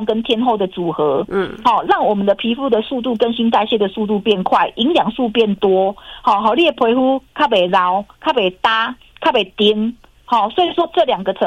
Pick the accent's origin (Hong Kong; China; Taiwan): Taiwan; 因为日本的日本的收入是我们台湾人的4倍。